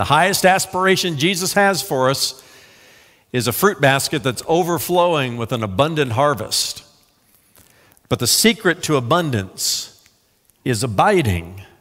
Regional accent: United States; I'm an American

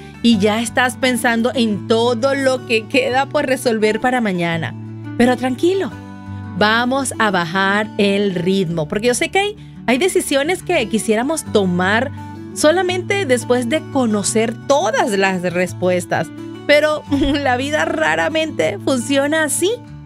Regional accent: Venezuela; Y como saben, yo soy de Venezuela

